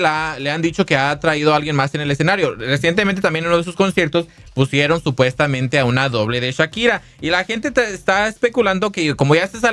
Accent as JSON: {"language": "Spanish", "town": "Lagunilla de Mogotes", "region": "Guanajuato", "country": "Mexico", "said": "De Lagunilla de Mogotes, municipio de Valle de Santiago, Guanajuato, México."}